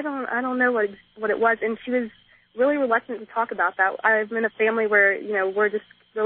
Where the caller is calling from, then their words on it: Fort Worth, Texas, United States; I'm calling from Fort Worth.